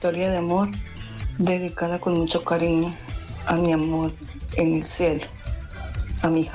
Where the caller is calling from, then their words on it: Barcelona, Catalonia, Spain; Te hablo desde Barcelona, España.